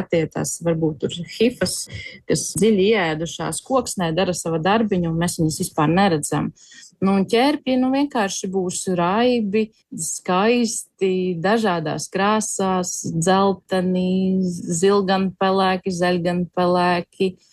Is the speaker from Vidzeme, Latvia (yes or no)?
no; Latgale, Latvia; es esmu no Latgales